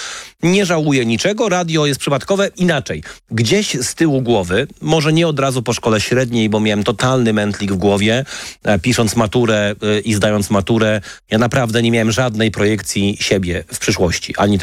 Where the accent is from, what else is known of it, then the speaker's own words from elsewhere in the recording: Wrocław, Lower Silesian Voivodeship, Poland; We Wrocławiu z racji urodzenia, na początku lat 80. wychowywałem się po pierwsze w kulcie koszykarskiego Śląska, będącego najlepszą drużyną w kraju.